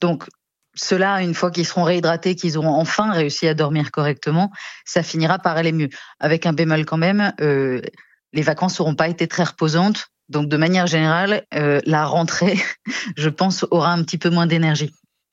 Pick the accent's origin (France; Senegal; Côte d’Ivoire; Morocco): France; Nancy, Grand Est; Je viens de Nancy, chez moi, l'acclimatation, c'était épouvantable.